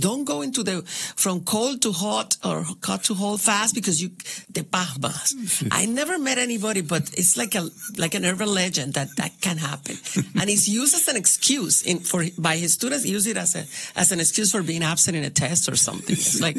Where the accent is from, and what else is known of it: Isabela, Puerto Rico